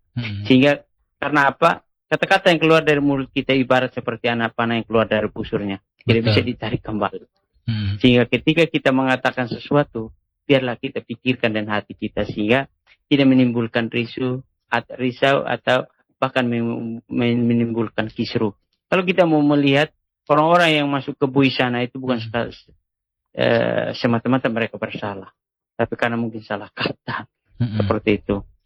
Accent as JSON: {"language": "Indonesian", "region": "East Nusa Tenggara", "country": "Indonesia", "said": "ritualnya dalam kalangan kami orang Atoni itu adalah Nakete."}